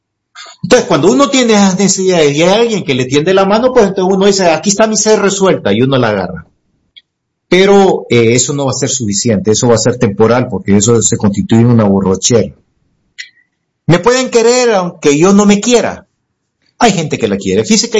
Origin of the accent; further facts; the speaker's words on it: Honduras; moved away; Nosotros somos la cenicienta de Centroamérica.